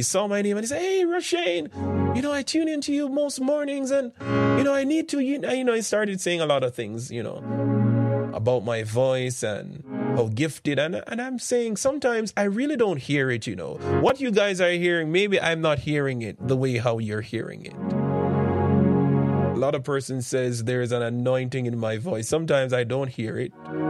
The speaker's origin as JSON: {"language": "English", "country": "Jamaica", "tie": "born or raised there", "said": "when we grew up in Jamaica, growing up in Jamaica, whenever you hear the word ignorant, you think about somebody that's angry."}